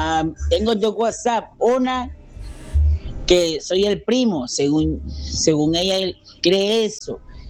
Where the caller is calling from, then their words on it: Nicaragua; Yo soy de Nicaragua